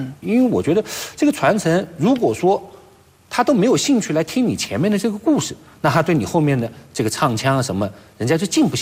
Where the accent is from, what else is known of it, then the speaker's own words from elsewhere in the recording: Hangzhou, Zhejiang, China; accent: Hangzhou dialect; 我的一个先天优势就是我是杭州人，那杭州人他这个五零调，他就是得说杭州话，那这个首先我方言这一关我没有问题